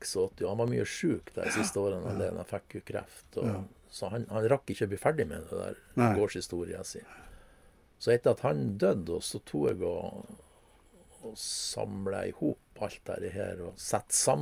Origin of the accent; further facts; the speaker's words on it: Renemoen, Agder, Norway; Jeg føler meg jo aldri så hjemme som når jeg går i skogen hjemme på Renemoen.